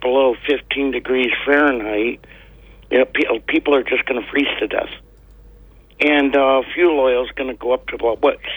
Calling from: Watkins Glen, New York, United States; from Watkins Glen.

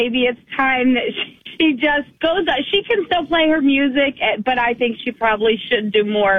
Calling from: Moncks Corner, South Carolina, United States; I'm calling from Monk's Corner.

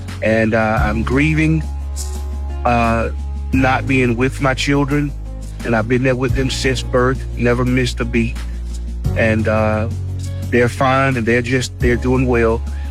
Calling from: Ahoskie, North Carolina, United States; I'm calling from Ahoskie, North Carolina.

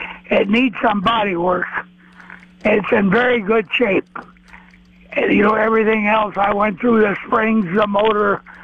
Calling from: Sioux Falls, South Dakota, United States; from Sioux Falls.

